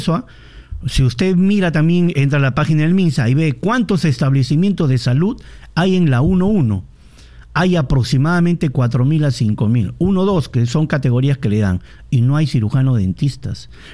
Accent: Loreto, Peru; sobre todo en mi región, yo soy de Loreto

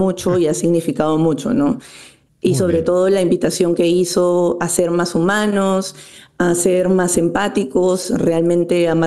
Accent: Peru; now in Spain; Entonces era muy, muy orgullo también de estar en otro país representando al Perú

